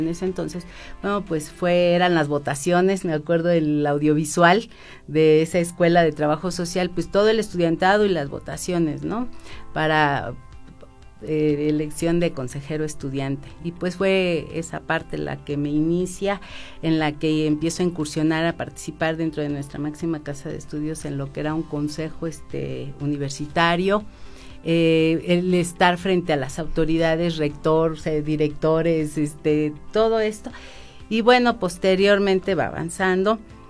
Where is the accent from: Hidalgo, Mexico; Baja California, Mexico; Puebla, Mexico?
Hidalgo, Mexico; Tulancingo; tienes conocidos en Tulancingo, porque soy originaria de Tulancingo